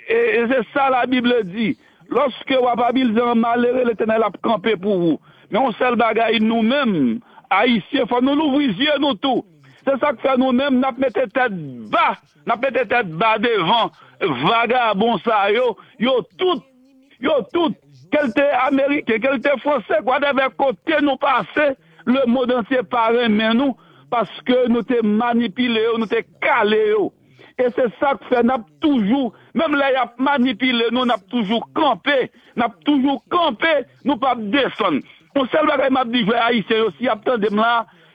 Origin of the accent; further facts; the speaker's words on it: Haiti; je suis haïtien et tout. Il faut qu'on ait. Que le monde entier contre nous